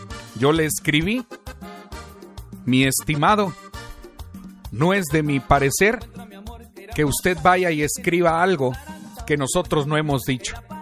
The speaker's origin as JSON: {"language": "Spanish", "town": "Rioverde", "region": "San Luis Potosí", "country": "Mexico", "said": "aquí somos de Río Verde"}